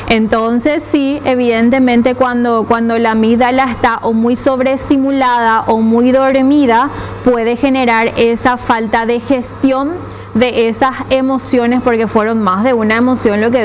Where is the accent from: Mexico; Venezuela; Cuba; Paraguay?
Paraguay; nosotros como paraguayos somos muy creativos para esas cosas.